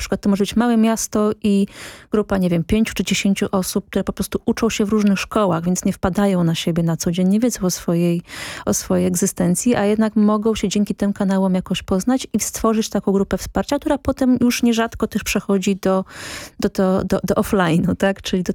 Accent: Warsaw, Masovian Voivodeship, Poland; ja jestem z Warszawy

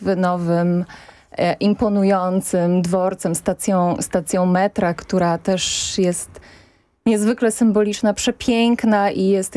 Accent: Świętokrzyskie Voivodeship, Poland; bo to moje rodzinne strony.

